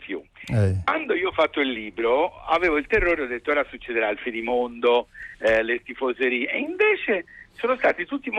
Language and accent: Italian; Florence, Tuscany, Italy; Io sono di Firenze